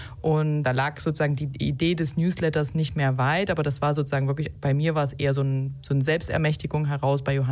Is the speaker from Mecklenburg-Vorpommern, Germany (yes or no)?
no; Leipzig, Saxony, Germany; Ich komme aus Leipzig und bin hier schon sehr lange